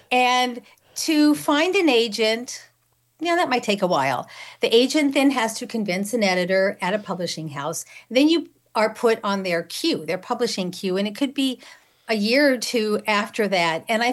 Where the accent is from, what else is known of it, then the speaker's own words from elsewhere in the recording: Temecula, California, United States; my hometown of Temecula, down in mm-hmm. Southern California